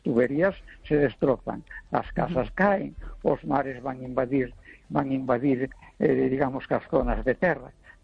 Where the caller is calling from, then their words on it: A Coruña, Galicia, Spain; de La Coruña.